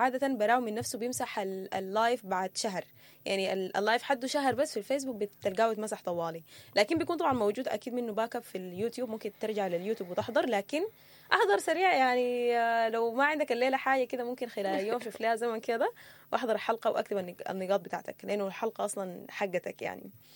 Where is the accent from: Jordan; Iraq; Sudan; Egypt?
Sudan; احنا كلنا كسودانيين